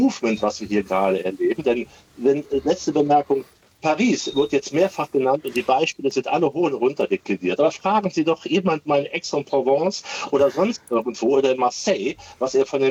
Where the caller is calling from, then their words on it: Ahr Valley, Rhineland-Palatinate, Germany; ich komme aus dem Ahrtal